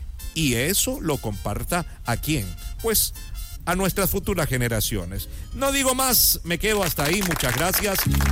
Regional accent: Ecuador

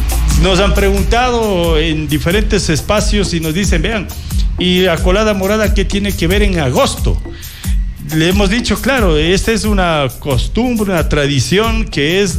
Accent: Ambato, Tungurahua, Ecuador; ¿de dónde eres? De Ambato, de Tungurahua.

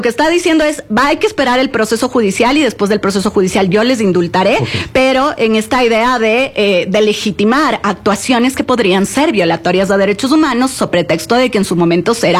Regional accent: Ecuador; nosotros nos quedará como ecuatorianos

